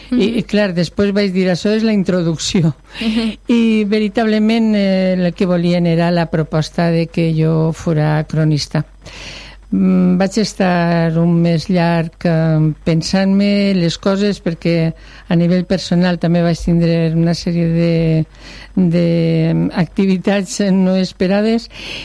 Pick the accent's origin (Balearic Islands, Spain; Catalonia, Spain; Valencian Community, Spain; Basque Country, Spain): Valencian Community, Spain; Albaida; sempre ha sigut de Albaida, exceptuant els expòsits que vaig passar a la vall, sempre m'he quedat en el meu poble, d'ahí que tinga